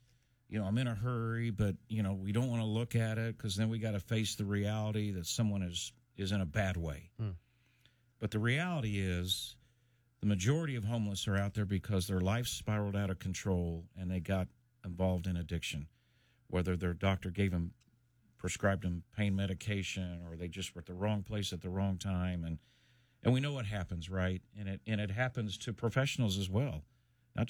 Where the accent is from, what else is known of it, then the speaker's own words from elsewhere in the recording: Indiana, United States; moved away as an adult; You know, I moved here from Indiana to be a part of this work